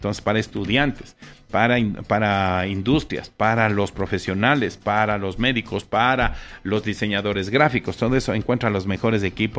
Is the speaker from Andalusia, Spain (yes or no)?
yes; Seville, Andalusia, Spain; Sí, tío, Sevilla. Yo nací en Sevilla, en Comercial hasta la Sevilla.